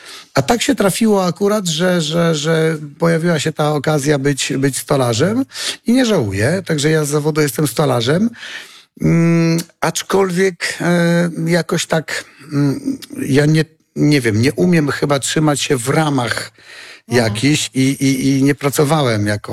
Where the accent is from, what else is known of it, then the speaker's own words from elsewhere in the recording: Suwałki, Podlaskie Voivodeship, Poland; Ja rzeczywiście pochodzę z Suwałk. Jest nie tak strasznie daleko, tak, czyli z nad Czarnej Hańczy